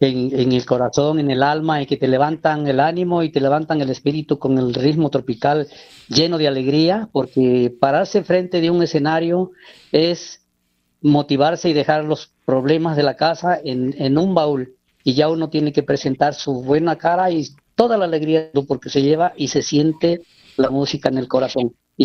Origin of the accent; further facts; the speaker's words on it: Paso de Ovejas, Veracruz, Mexico; Yo soy del municipio de Paso de Ovejas, de Veracruz